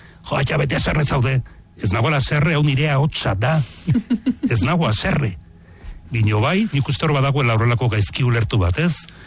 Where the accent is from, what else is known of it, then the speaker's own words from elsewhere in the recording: Legasa, Navarre, Spain; Ni Legazakoa naiz. Legaza da herri txiki bat, hor Bertizaranan.